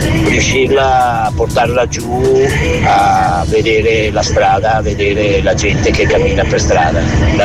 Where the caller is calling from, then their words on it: Treviso, Veneto, Italy; da Treviso.